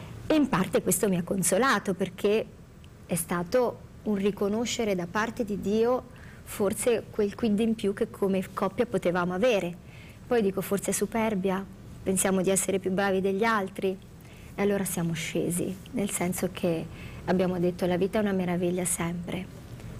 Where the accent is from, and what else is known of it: Castelfidardo, Marche, Italy